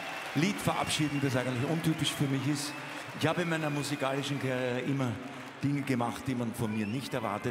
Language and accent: German; Vienna, Austria; accent: Wienerisch; first language Viennese German; meine Muttersprache, Wienerisch